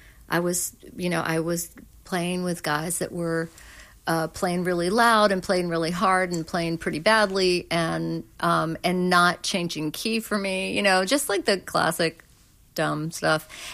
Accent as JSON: {"language": "English", "town": "Birmingham", "region": "Alabama", "country": "United States", "tie": "born there", "also_born_or_lived": "Minnesota", "said": "so I didn't grow up in North Carolina. I was born in Birmingham, Alabama."}